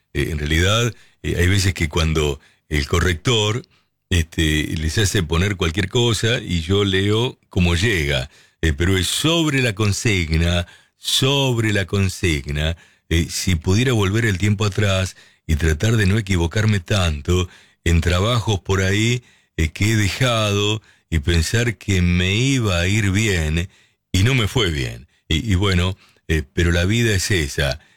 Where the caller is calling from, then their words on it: Buenos Aires, Argentina; Un abrazo enorme … de Cabrera y Anchorena.